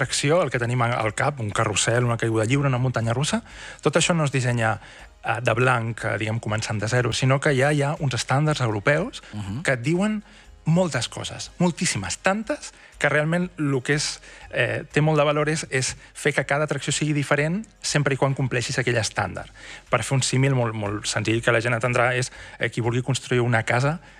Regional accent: Tarragona, Catalonia, Spain; jo sóc de Tarragona.

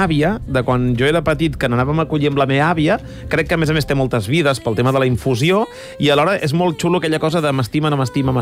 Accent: Catalonia, Spain; Bé, aquí s'aprofita tot, que som catalans

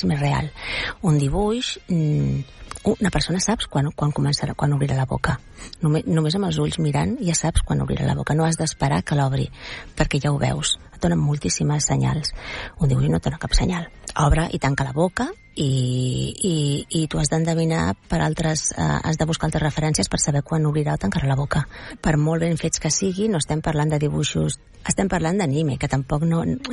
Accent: Catalonia, Spain; jo penso en català, jo sóc catalana

